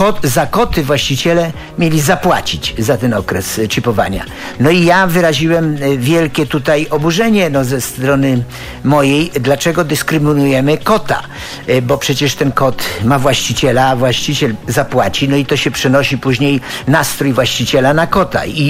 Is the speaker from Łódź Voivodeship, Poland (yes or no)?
yes; Zgierz, Łódź Voivodeship, Poland; u nas w Zgierzu głównie to był taki klub Zgierz 2000.